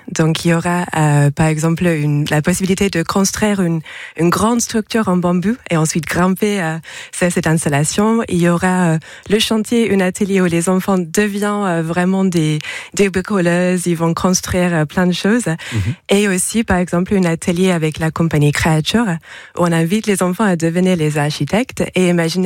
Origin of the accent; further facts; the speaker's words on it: West Midlands, United Kingdom; French is a second language; now in France; Moi, je suis britannique, je viens d'à côté de Birmingham, même si ça fait maintenant pas mal de temps que je suis en France.